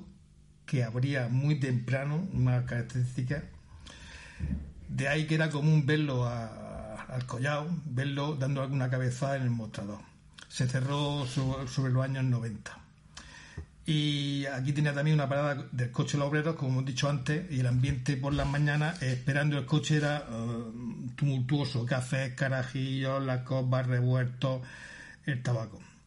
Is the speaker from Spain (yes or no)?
yes; Archena, Region of Murcia, Spain; Yo soy en mi pueblo, que soy de Archena, nunca había visto